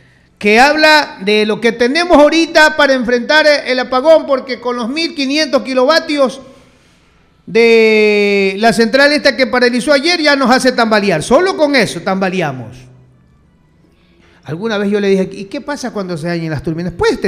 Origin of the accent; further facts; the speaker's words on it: Ecuador; nosotros, los ecuatorianos, estamos mendigando.